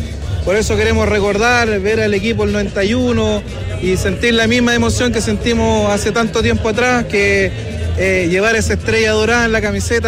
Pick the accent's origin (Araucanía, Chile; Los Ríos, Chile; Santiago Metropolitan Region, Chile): Santiago Metropolitan Region, Chile; San Bernardo; nosotros somos de San Bernardo.